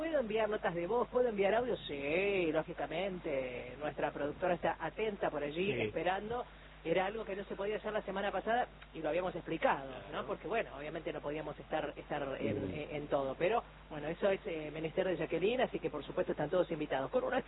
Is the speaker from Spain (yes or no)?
no; Argentina; para nosotros como argentinos